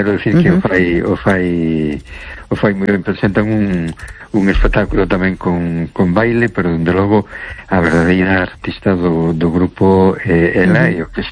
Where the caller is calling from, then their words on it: A Coruña, Galicia, Spain; Hola, buenas noches. … de Coruña.